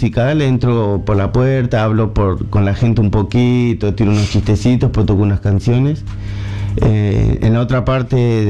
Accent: Buenos Aires, Argentina; born there; Sí, yo sí nací en Buenos Aires.

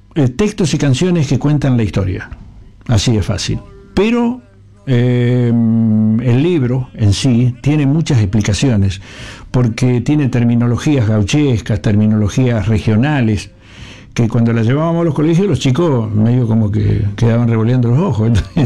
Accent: Villa Gobernador Gálvez, Santa Fe, Argentina; born there; hice como 20 años radio allá en mi pueblo

